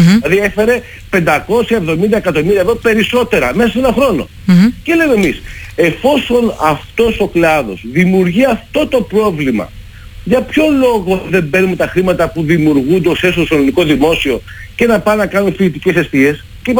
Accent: Greece; μου είπανε προχθές ότι τα λέω αυτά επειδή είμαι Έλληνας.

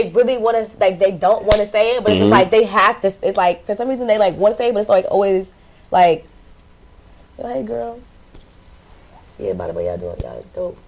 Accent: Hackensack, New Jersey, United States; I'm from Hackensack.

